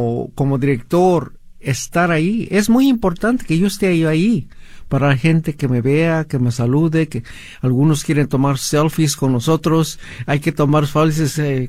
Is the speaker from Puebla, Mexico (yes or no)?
no; Oaxaca, Mexico; now in United States; en mi pueblo en Oaxaca, en mi niñez, juventud